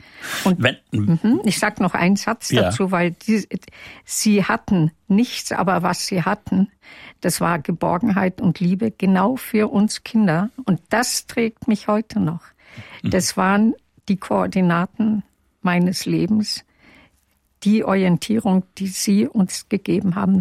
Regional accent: Bavaria, Germany; born there; first language Yiddish; German is a second language

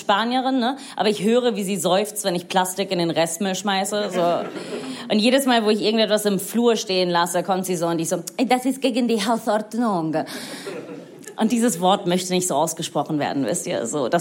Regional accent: Rome, Lazio, Italy; German is a second language; moved away as an adult; also born or lived in New York; now in Berlin, Germany; ich bin in Rom aufgewachsen, ich bin Italienerin

